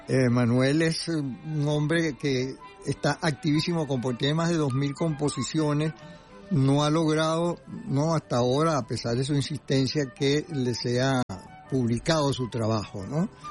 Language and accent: Spanish; Venezuela; born there